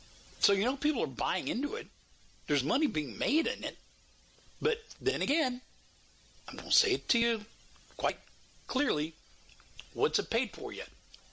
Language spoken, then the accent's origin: English; Texas, United States; born or raised there